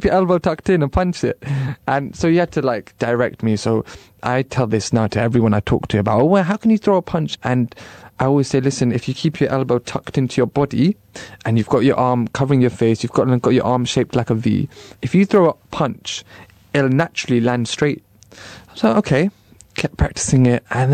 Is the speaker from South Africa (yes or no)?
no; Pakistan; being blind, being a Pakistani brown man, at first I was considered vulnerable.